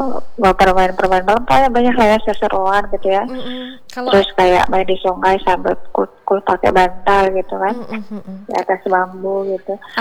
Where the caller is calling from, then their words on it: Maluku, Indonesia; Salam sejahtera kami dari Timur Indonesia, Maluku Tengah.